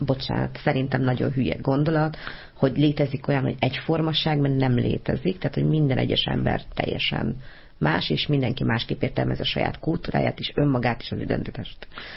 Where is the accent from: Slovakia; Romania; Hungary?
Hungary; Amitől mi magyarok vagyunk, ugye?